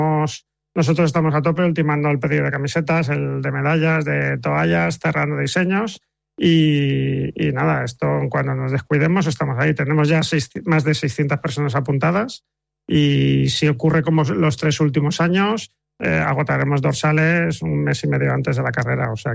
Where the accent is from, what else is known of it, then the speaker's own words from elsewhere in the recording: Elche, Valencian Community, Spain; donde vayamos queremos que la gente sepa que somos de Elche.